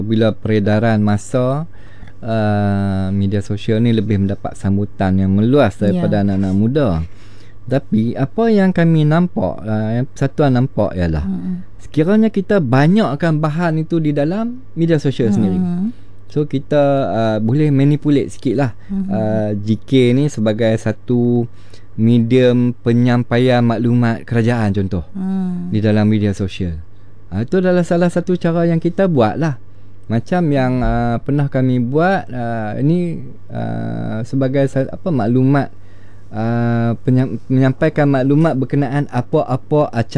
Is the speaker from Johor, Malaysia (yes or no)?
no; Kedah, Malaysia; Sebagai orang Kedah, kita patut bangga. Kita bawa kita punya identiti negeri.